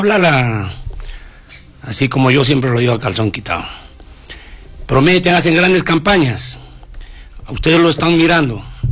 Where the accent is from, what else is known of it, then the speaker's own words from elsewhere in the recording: Arequipa, Peru; born there; Soy un hijo de Pueblo Joven, nací en el Pueblo Joven Tupac Amaru, Cerro Colorado